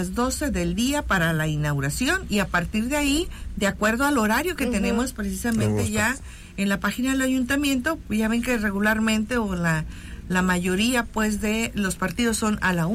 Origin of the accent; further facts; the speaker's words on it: Mexico; como somos los mexicanos, apasionados